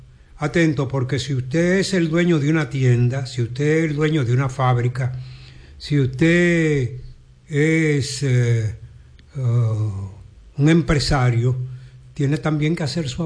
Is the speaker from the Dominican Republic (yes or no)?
yes; Dominican Republic; ¿Cuántos somos los dominicanos?